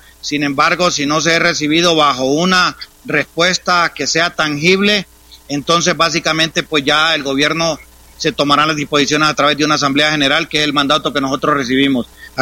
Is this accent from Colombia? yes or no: no; Honduras; también somos hondureños